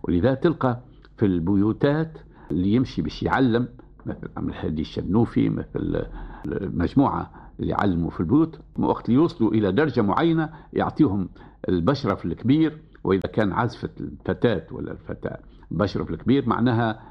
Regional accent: Tunisia

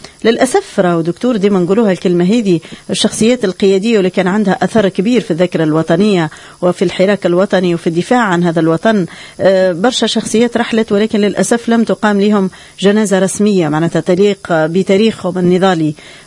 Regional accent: Tunisia

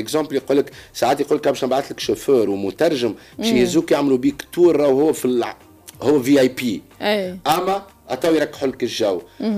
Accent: Tunisia; انا نشوف روحي زاد كمواطن تونسي وترافل فلوجر

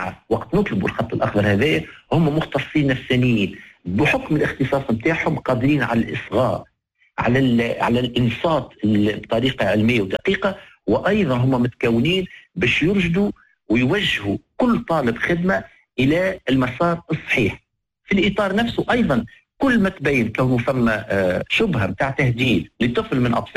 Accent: Tunisia; احنا كعائلة تونسية

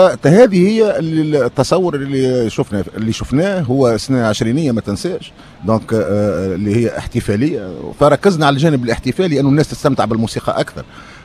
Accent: Tunisia; دونك حبينا نعملوا التوليفه هذه بين احسن ما عندنا في تونس او من افضل ما عندنا في تونس

